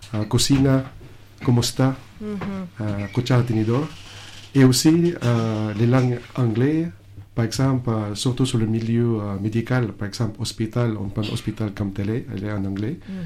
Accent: Bacolod, Western Visayas, Philippines; first language Hiligaynon; French is a second language; moved away; moi, je viens de centre des Philippines, de Bacolod, et nous, on parle Ilonggo. C'est notre langue.

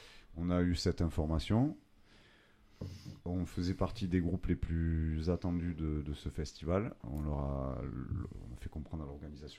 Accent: Occitanie, France; Parce qu'on vient d'Ariège.

